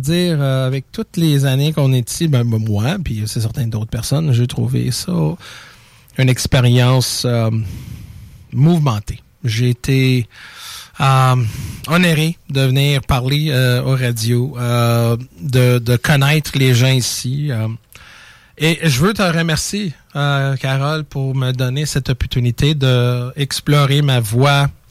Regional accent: Montreal, Quebec, Canada; Regarde, moi, je viens de Montréal, là.

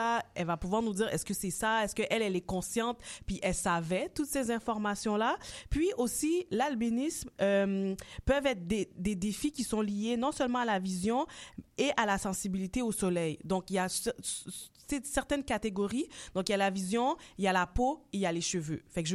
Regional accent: Montreal, Quebec, Canada; je suis toujours à Rivière.

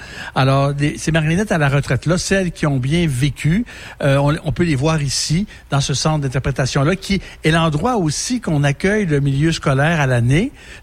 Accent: Quebec, Canada; moved away as an adult; also born or lived in Montreal; Moi, je suis natif de la région du Saguenay.

